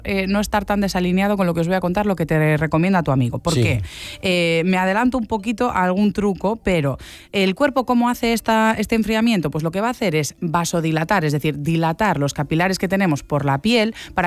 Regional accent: Galicia, Spain; pues obviamente, como gallega

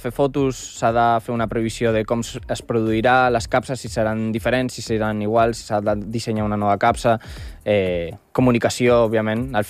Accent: Basque Country, Spain; moved away as an adult; now in Barcelona, Spain; jo vaig arribar a Barcelona fa 7 anys, perquè jo soc del País Basc

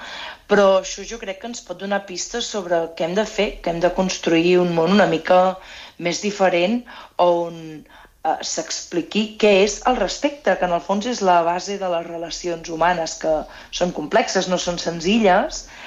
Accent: Torelló, Catalonia, Spain; jo, evidentment, som de Torelló

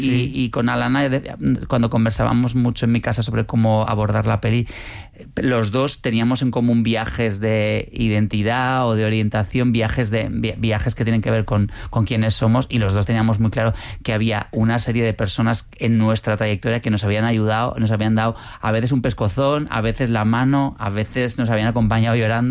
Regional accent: Pamplona, Navarre, Spain; born there; now in Madrid, Spain; porque al final yo nací en Pamplona, viajé a Madrid en el año 98

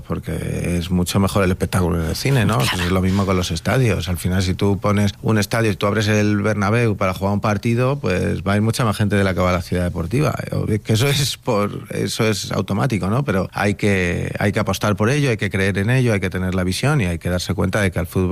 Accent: Spain; Así que la verdad que yo siempre soy muy español, pero ya estoy un poco también globalizado, pero siempre sí, siempre muy orgulloso de mi país, de mis raíces, de donde soy

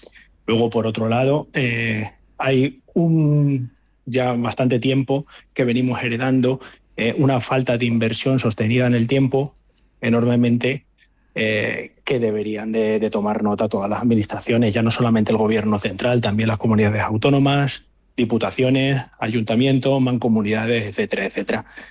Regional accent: Ávila, Castile and León, Spain; ahora en mi tierra, en Ávila

